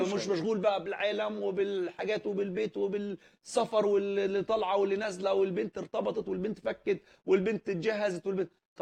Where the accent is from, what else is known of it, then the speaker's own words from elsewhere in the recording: Asyut, Asyut Governorate, Egypt; انا من اسيوط